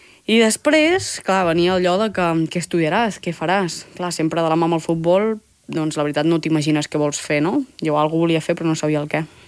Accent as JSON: {"language": "Catalan", "town": "Palafrugell", "region": "Catalonia", "country": "Spain", "said": "jo sóc de Palafrugell, eh?"}